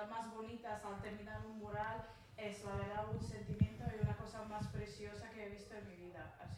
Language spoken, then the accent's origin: Spanish; Montenegro; Spanish is a second language; Vengo de Montenegro, si no alguien se lo ha olvidado.